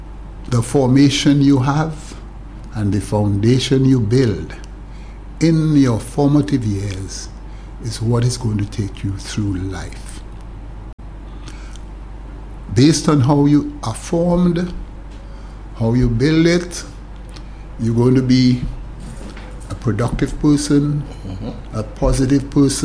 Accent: Marigot, Saint Andrew Parish, Dominica; And there I was born in Marigot.

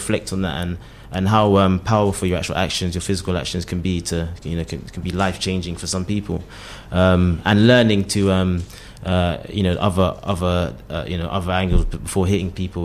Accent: London, United Kingdom; moved away as an adult; now in Dominica; I'm from Northwest London, Harrow. Northwest London, Harrow.

